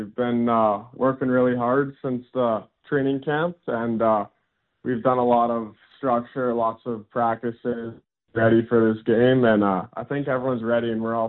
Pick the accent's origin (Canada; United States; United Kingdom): Canada; Dauphin, Manitoba; born or raised there